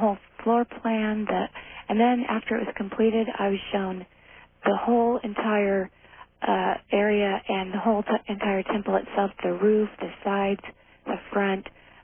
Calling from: Redding, California, United States; I'm calling from Redding, California.

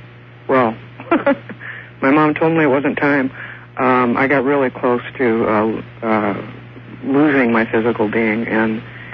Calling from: Omaha, Nebraska, United States; from Omaha, Nebraska.

